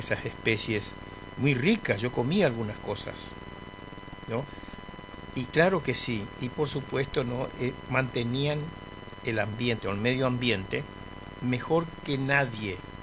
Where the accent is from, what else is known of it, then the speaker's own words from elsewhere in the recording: Presidencia de la Plaza, Chaco, Argentina; moved away; Voy a saludar a mi gente del Chaco, a todos mis parientes de Presidencia de la Plaza, mi pueblo Chaco. Ese lugar que, un lugar que siempre se extraña. Siempre se extraña a pesar del alejamiento de muchos años